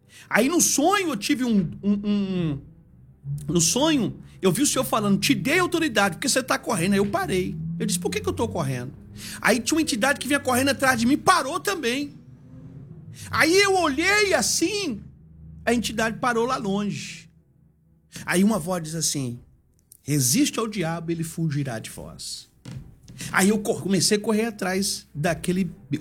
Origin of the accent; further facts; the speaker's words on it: Salvador, Bahia, Brazil; moved away; eu sou baiano, lá de Salvador. E lá na minha terra, era terreiro de um lado, terreiro do outro, terreiro embaixo.